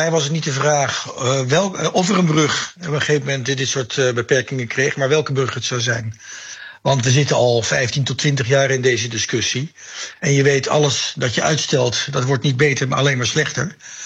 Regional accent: Netherlands; wij als Nederlanders ons allemaal moeten realiseren dat we zo niet door kunnen gaan.

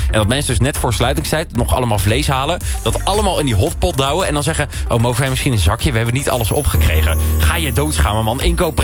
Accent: Netherlands

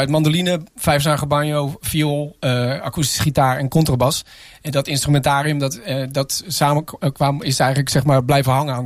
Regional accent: Zwolle, Overijssel, Netherlands; in Zwolle, waar ik vandaan kom.

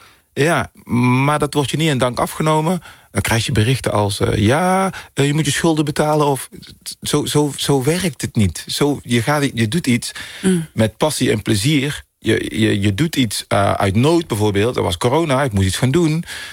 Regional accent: Netherlands

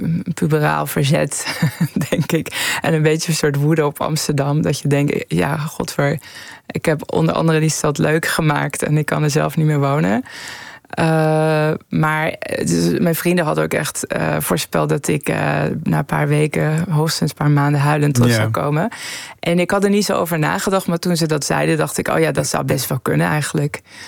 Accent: Tehran, Tehran Province, Iran; now in Netherlands; Ik bedoel, wij waren daar naar Nederland gekomen. Ik kwam uit een grote stad. Ik ben opgegroeid in Teheran.

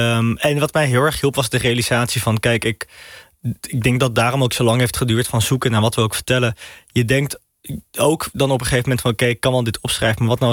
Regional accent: Amsterdam, North Holland, Netherlands; ik ben geboren en opgegroeid in de Bijlmer, maar uiteindelijk naar school gaan in Amsterdam Oud-Zuid, wat ook een hele andere wereld is.

